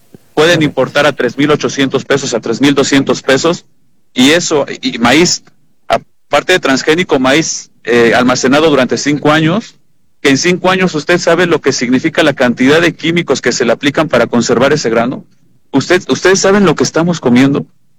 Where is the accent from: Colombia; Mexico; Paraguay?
Mexico; Todos somos mexicanos, todos somos afectados por la violencia.